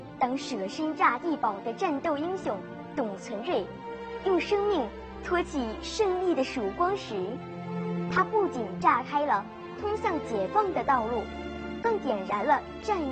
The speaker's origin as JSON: {"language": "Chinese", "country": "China", "said": "我们中国人望向星空的浪漫与执着"}